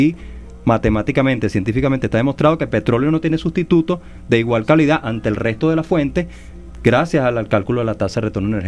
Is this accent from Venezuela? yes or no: yes; Venezuela; nuestro aporte como venezolanos y venezolanas a la conservación de la naturaleza.